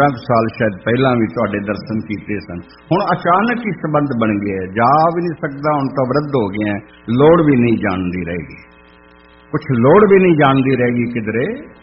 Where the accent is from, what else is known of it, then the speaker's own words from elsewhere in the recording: Lahore, Punjab, Pakistan; ਮੇਰਾ ਲਾਹੌਰ ਦਾ ਹੀ ਜੰਮਪਲ ਹੈ, ਉੱਥੋਂ ਦਾ ਹੀ ਮੈਂ ਐਜੂਕੇਟਡ ਹਾਂ, ਵਿੱਦਿਆ ਮੇਰੀ ਸਾਰੀ ਉੱਥੋਂ ਦੀ ਹੀ ਹੈ।